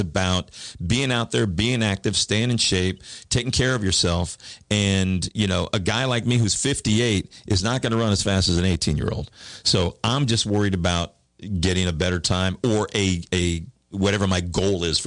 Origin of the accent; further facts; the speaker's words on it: Bloomington, Indiana, United States; I'm from Bloomington.